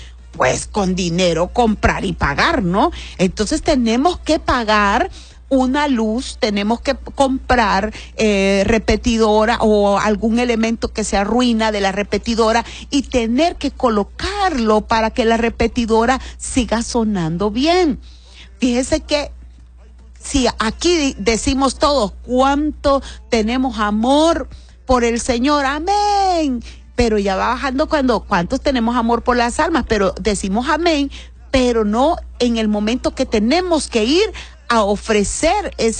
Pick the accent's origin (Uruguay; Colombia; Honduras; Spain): Honduras